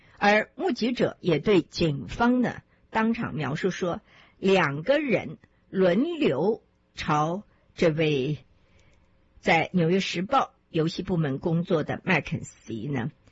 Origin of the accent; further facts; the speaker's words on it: China; 而且不限于只有美国人，我们中国人也有这一方面的趋势，只是中国人比较隐忍，比较不会那么的公开。